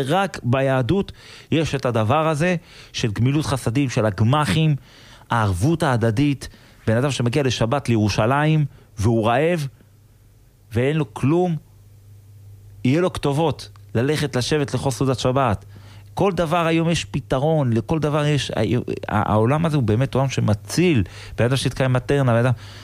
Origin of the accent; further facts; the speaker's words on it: Gaza Strip, Palestine; אני גדלתי שם, לא רק בגוש קטיף, כאילו, הייתי אז ילד, וחיינו את זה, חיינו את התקופה הזאת, של גוש קטיף